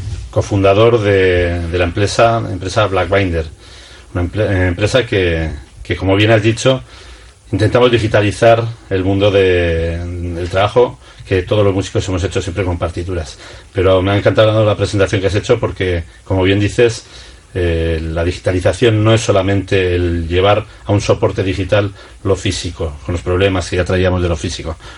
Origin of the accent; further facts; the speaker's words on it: Pamplona, Navarre, Spain; vengo desde Pamplona